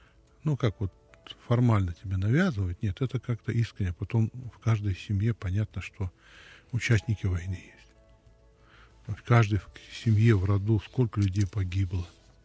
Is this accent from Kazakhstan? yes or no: no; Belarus; я родился и вырос в Белоруссии.